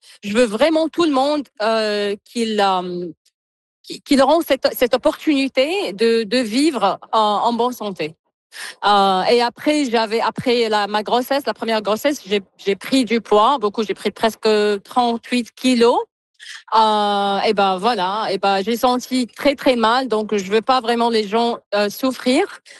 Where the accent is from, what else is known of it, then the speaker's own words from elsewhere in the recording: New Brunswick, Canada; Je suis de Nouveau-Brunswick, je suis pas d'ici.